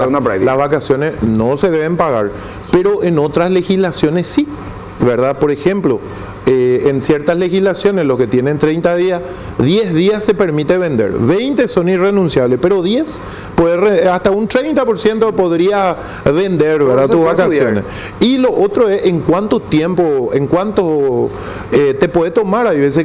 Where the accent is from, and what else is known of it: Paraguay